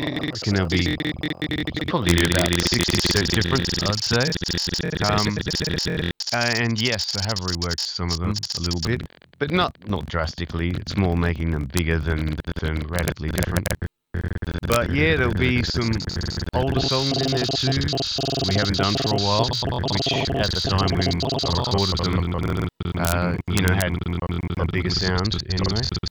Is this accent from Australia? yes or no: yes; Adelaide, South Australia, Australia; Then my hometown, Adelaide, Governor Hindmarsh on the 28th of November.